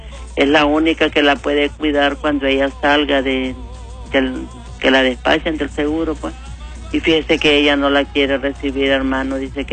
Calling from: Honduras; De la colonia Óscar Flores.

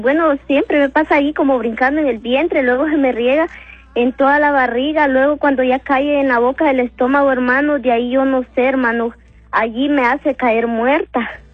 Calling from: San José de Comayagua, Comayagua, Honduras; De Las Delicias, San José de Comayagua.

